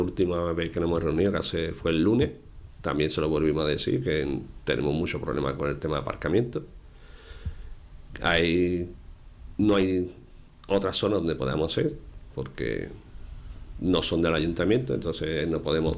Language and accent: Spanish; Cádiz, Andalusia, Spain; Yo soy de Cádiz.